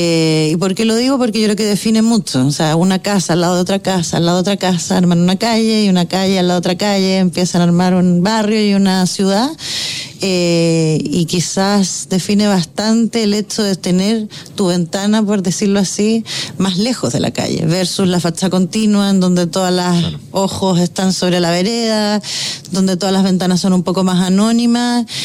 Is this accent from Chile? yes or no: yes; Santiago, Santiago Metropolitan Region, Chile; yo crecí en Providencia, en una calle entre como Antonio Varas, Pedro Valdivia, lo que aquí se llama la Ciudad Jardín